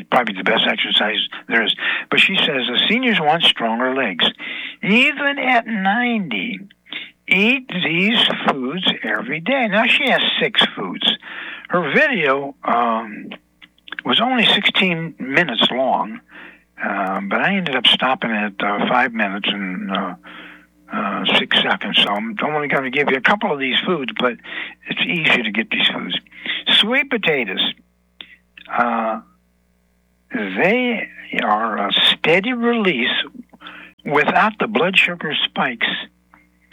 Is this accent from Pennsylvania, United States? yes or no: no; Barberton, Ohio, United States; I grew up in Barberton, Ohio, the Magic City, where we had the blue tip matches created there.